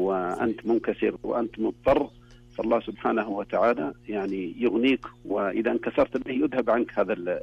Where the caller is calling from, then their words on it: Bisha, Asir, Saudi Arabia